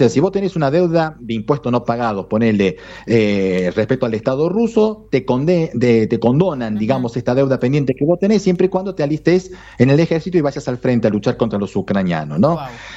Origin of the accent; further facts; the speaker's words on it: Argentina; nosotros que somos argentinos